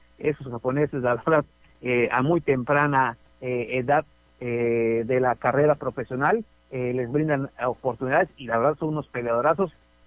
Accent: Yucatán, Mexico; soy yucateco.

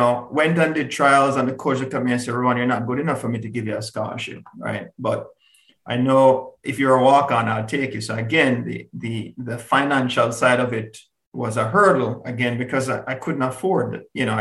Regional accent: Spanish Town, Saint Catherine, Jamaica; born or raised there; moved away

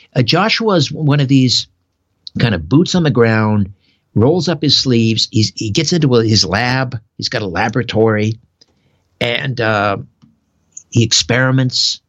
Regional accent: Brantford, Ontario, Canada; my hometown of Brantford, Ontario.

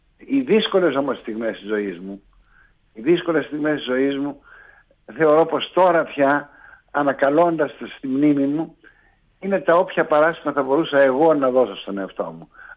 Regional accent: Chania, Crete, Greece; now in Athens, Greece; Λέω σε κάποιο σημείο ότι έφυγα για λίγο από τα Χανιά και η ξενιτιά, λέω, με πλάνεψε και αντί για 30 μέρες έμεινα 30 χρόνια. Στην ουσία έμεινα 40 χρόνια στην Αθήνα.

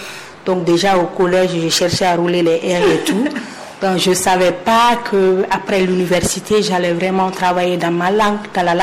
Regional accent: Conakry, Guinea; first language Mandinka; French is a second language; je suis née à Conakry, à Imbaya. J'ai grandi à Conakry, donc voilà, c'est pendant quelques vacances que je partais à l'intérieur du pays.

